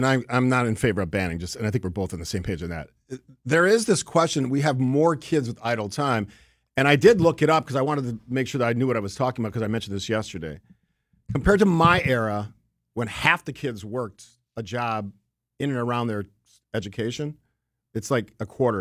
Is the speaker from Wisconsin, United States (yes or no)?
yes; Cudahy, Wisconsin, United States; So I grew up in Cudahy, and it's on the lake.